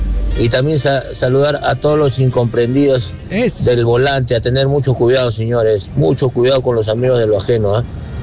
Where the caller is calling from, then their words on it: Peru; nuestro querido y amado Perú